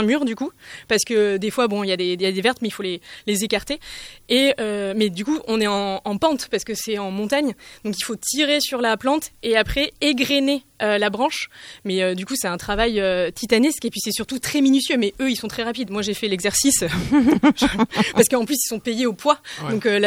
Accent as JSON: {"language": "French", "town": "Bordeaux", "region": "Nouvelle-Aquitaine", "country": "France", "said": "Parce que moi, je suis de Bordeaux, donc évidemment, le vin, ça me parlait plus que le café."}